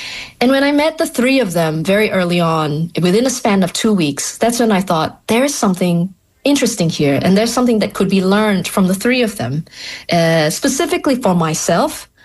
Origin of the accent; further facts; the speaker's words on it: Malaysia; Well, you know, being Malaysian, born and raised in Malaysia, what is going on in Palestine has been going on since 1948 is not new for me, you know.